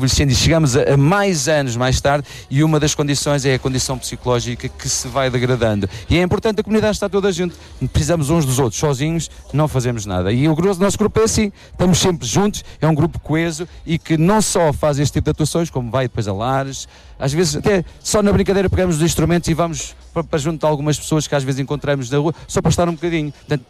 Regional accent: Vila Nova de Poiares, Centro, Portugal; sou de Poiares

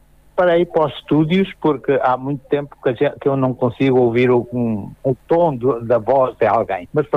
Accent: Vila Nova de Poiares, Centro, Portugal; moved away; para a Vila Nova de Poiares, para a minha família, de onde sou oriundo.

